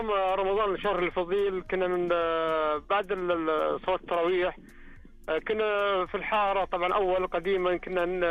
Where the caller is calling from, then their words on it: Al-Kharj, Riyadh Province, Saudi Arabia; من الخرج اكلمك